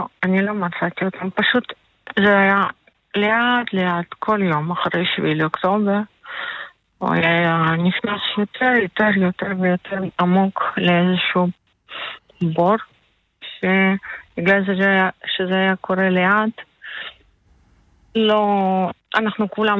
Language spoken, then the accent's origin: Hebrew; Ukraine; now in Israel; אני מאוקראינה